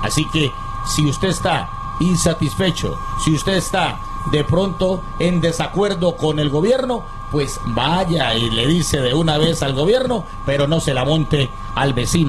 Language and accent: Spanish; Cali, Valle del Cauca, Colombia; born there; somos de aquí, de Cali, y nacido ahí en el barrio Agua Blanca, en Pueblo Elata, ahí en esas casas de cine, en esas casas de latas que fueron entregadas, donadas por la tragedia